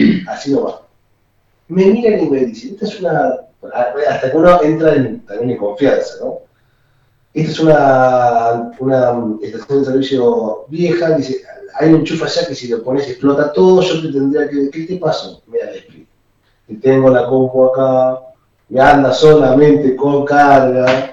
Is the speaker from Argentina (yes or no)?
yes; Bahía Blanca, Buenos Aires Province, Argentina; soy de Bahía